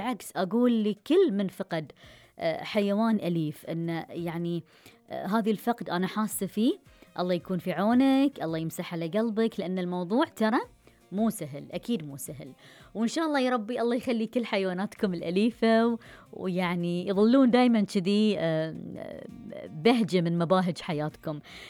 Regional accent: Bahrain; لأشخاص عندنا في البحرين

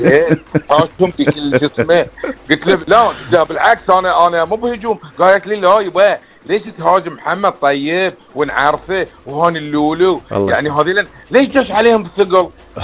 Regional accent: Bahrain; عندنا في البحرين

